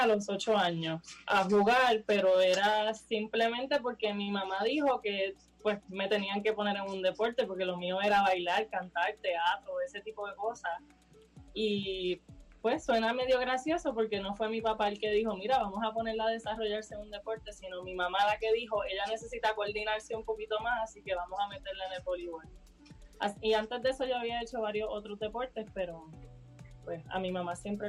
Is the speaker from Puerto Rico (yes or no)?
yes; San Juan, Puerto Rico; born there; Yo nací aquí en San Juan.